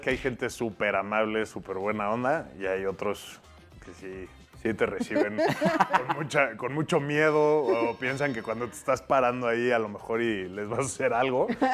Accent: Mexico City, Mexico; Soy de la Ciudad de México.

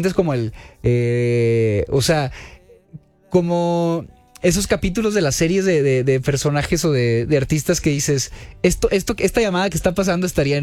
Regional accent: León, Guanajuato, Mexico; born there; hay ciudades que son muy lejos de mi casa, de donde yo nací, de León, Guanajuato

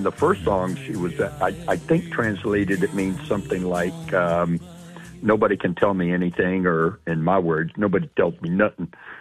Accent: Deep South, United States; Mine was growing up in the deep south

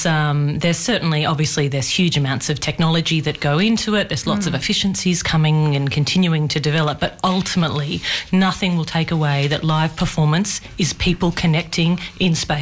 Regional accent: Sydney, New South Wales, Australia; also born or lived in Darwin; now in Canberra, Australia; Well, I'm originally from Sydney.

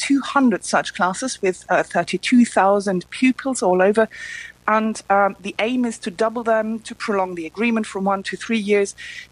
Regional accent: Germany; English is a second language; you know, my home country, Germany, the spirit there is certainly quite different.

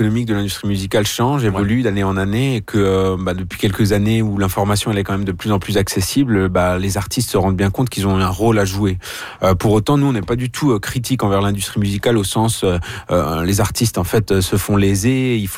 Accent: Grand Est, France; On a collaboré avec un orchestre symphonique chez nous en Alsace, parce qu'on est alsacien en fait, de l'est de la France.

